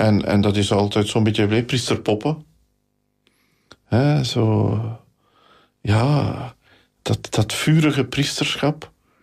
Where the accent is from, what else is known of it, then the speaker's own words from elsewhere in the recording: Nederasselt, Gelderland, Netherlands; ik ben van Nederasselt. En... ik heb natuurlijk altijd iets bijzonders gehad met de patroonheilige van Nederasselt, de heilige Amandus, de apostel voor Vlaanderen.